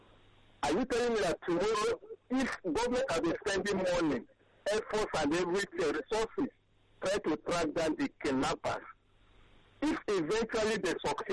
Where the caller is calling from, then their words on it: Iba, Lagos, Nigeria; Calling from Eba.